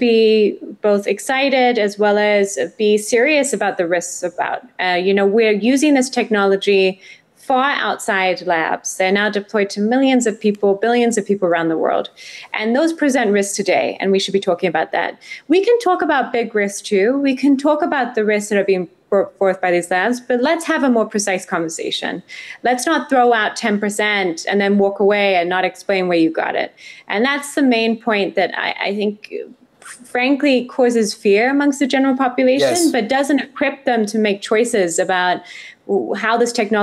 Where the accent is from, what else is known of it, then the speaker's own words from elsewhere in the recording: Mozambique; moved away; When I was growing up, I grew up in Africa, actually, in Mozambique.